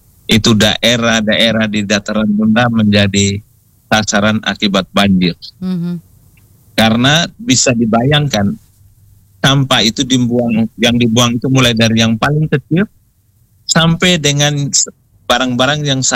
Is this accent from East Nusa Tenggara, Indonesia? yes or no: yes; Ende, East Nusa Tenggara, Indonesia; kita orang Ende